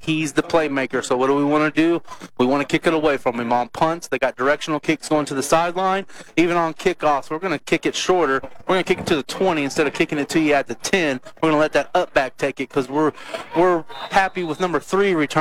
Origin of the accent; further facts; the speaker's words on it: Huntsville, Missouri, United States; I'm from West End. I'm a Huntsville guy.